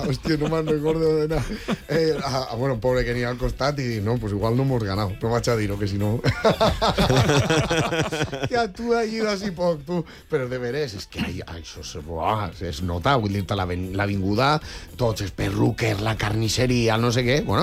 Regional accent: Valencia, Valencian Community, Spain; soc de Torrefiel, soc més de barri que els columpios.

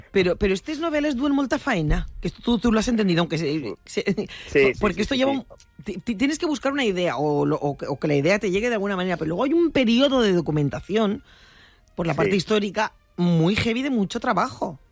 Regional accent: Onda, Valencian Community, Spain; Pero si además, pero calla, Luis, que has estado en mi pueblo, con tu furgoneta y con todo. Yo, Onda.

